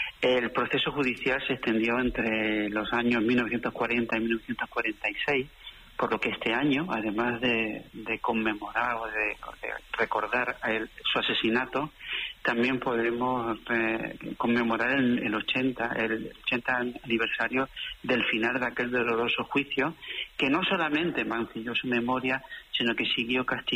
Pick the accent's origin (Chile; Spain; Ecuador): Spain; Granada, Andalusia; también como granadino quiero expresar mi deuda de gratitud